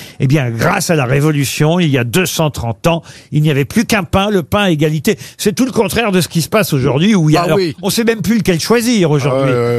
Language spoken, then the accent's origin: French; Le Havre, Normandy, France; on disait pas ça chez moi au Havre